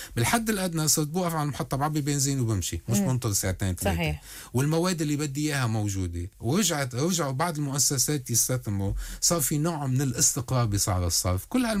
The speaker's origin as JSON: {"language": "Arabic", "country": "Lebanon"}